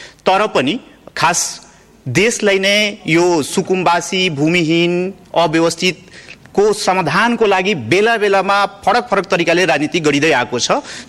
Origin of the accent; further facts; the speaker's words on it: Madhesh Province, Nepal; born there; मेरै गाउँको कुरा गर्नुहुन्छ भने 200 भन्दा बढी मेरो वार्डमा, महागढीमा वार्ड नम्बर 7 मा